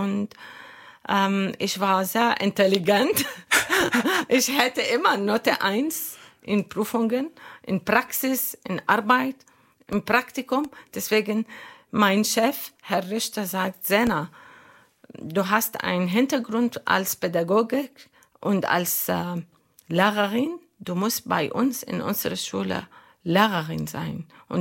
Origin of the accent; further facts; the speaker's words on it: Lebanon; German is a second language; Ich komme aus dem Libanon.